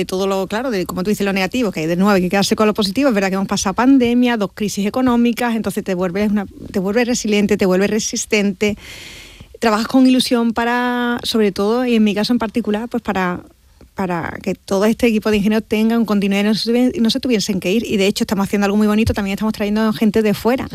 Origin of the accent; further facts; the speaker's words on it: Andalusia, Spain; es que somos andaluces.